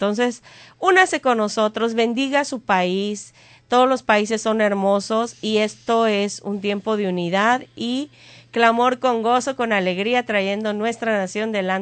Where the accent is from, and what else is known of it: Mexico